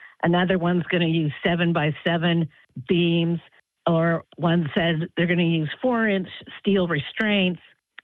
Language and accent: English; Kansas City, Missouri, United States; I'm from Kansas City, Missouri, and I have a 100-year-old home